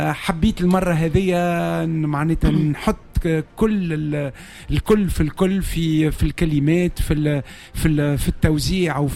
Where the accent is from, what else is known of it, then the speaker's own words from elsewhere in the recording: Tunisia; اللي عندنا في تونس